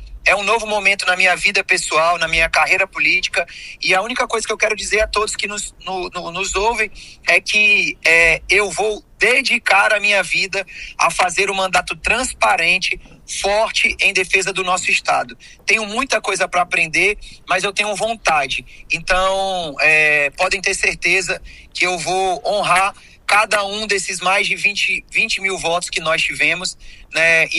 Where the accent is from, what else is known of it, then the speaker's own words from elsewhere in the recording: Belo Horizonte, Minas Gerais, Brazil; born there; now in Roraima, Brazil; Eu nasci em Belo Horizonte, mas a minha terra, o meu amor, o meu coração é por Roraima.